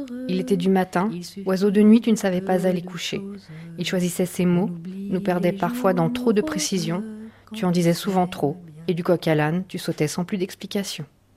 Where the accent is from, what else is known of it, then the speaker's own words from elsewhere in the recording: La Compote, Auvergne-Rhône-Alpes, France; born there; j'ai 49 ans, j'habite à La Compote depuis toujours, je suis maman de 2 enfants